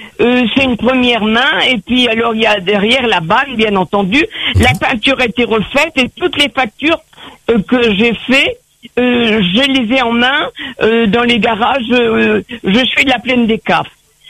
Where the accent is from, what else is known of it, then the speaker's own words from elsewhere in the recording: Hauts-de-France, France; now in Réunion, France; J'ai tellement l'habitude de dire tu, moi je suis, j'étais du Nord.